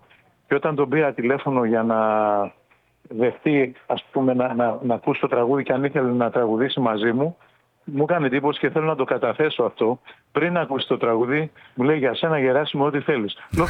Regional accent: Kefalonia, Ionian Islands, Greece; Εγώ είμαι από την Κεφαλονιά

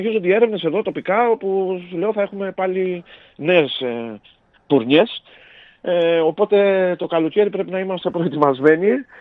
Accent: Amariano, Crete, Greece; το λέγαμε και στο χωριό μου, το Αμαριανό Παιδιάδος

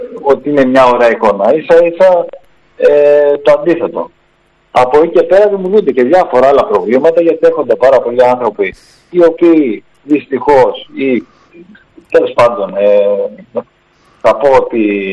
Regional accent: Zakynthos, Ionian Islands, Greece; νιώθω ξένος στον τόπο μου

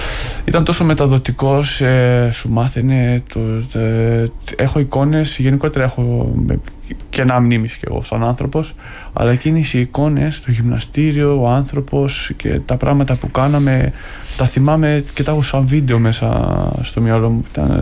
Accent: Thessaloniki, Central Macedonia, Greece; είμαι και από τη Θεσσαλονίκη.

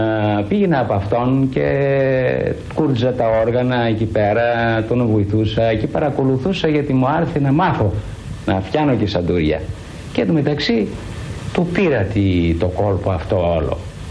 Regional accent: Chaeronea, Central Greece, Greece; now in Athens, Greece; Είμαι από τη Χερόνια Λιβαδίας.

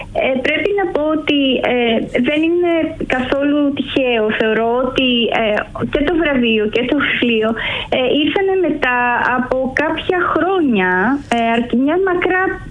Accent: Xanthi, Eastern Macedonia and Thrace, Greece; also born or lived in Komotini / Alexandroupolis; Ναι, στην Κομωτινή γεννήθηκα. Μετά μεγάλωσα στην Ξάνθη. Έζησα και για 3 χρόνια περίπου στην Αλεξανδροπολή.

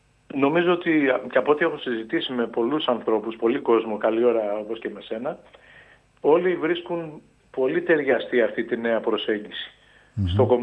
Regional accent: Kefalonia, Ionian Islands, Greece; εγώ που είμαι Κεφαλονίτης, αλλά που δεν αισθάνομαι μόνο Κεφαλονίτης, αισθάνομαι βαθύτατα Έλληνας

